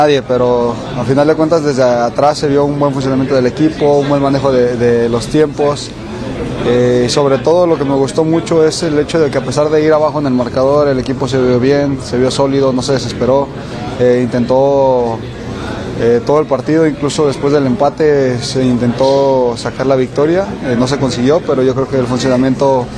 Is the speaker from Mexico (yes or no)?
yes; Mexico; somos mexicanos